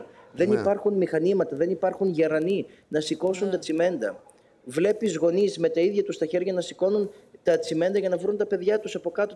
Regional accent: Greece; now in Venezuela; Ως Έλληνας ιερέας που ζω στη Βενεζουέλα

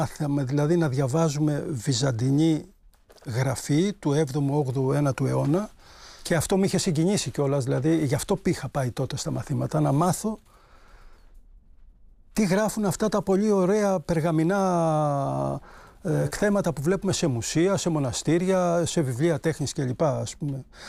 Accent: Kotronas, Peloponnese, Greece; Εγώ είμαι από εδώ, γεννήθηκα στον Κότρονα. Δεν έχω γεννηθεί σε αυτό το σπίτι. Αυτό ήταν παππουδικό και προέκυψε σε μένα.

